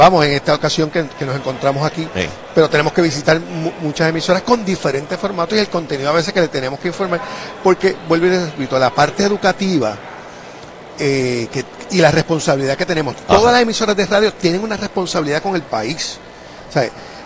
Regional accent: Ponce, Puerto Rico; now in San Juan, Puerto Rico; Yo trabajaba en una emisora FM acá en San Juan. Yo soy de Ponce originalmente.

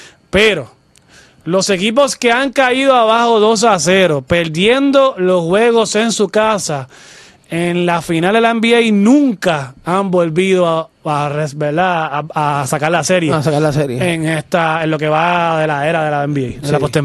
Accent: Puerto Rico; yo soy boricua.

